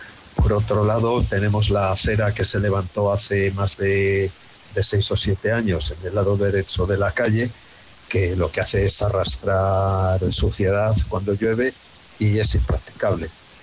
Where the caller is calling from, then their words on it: Valladolid, Castile and León, Spain; de Parquesol, concreto de la calle Juan García Hortelano